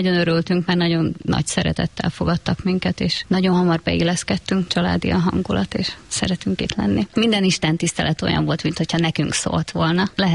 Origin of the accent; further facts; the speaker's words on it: Zakarpattia Oblast, Ukraine; now in Balassagyarmat, Hungary; Mi Kárpátaljáról származunk. 2022. február 24-én jöttünk át a határon. Balassagyarmattól nem messze, de Becsényben lakik a nővérem, ő fogadott be minket.